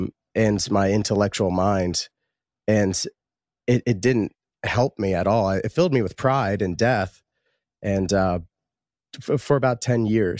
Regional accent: Harrisburg, Pennsylvania, United States; born there; I was born in Harrisburg, and I was raised a Methodist. And I was baptized that way when I was about 6 months old.

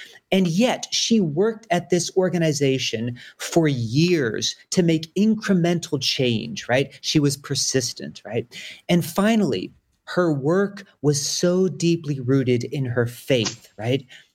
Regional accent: Philadelphia, Pennsylvania, United States; born or raised there

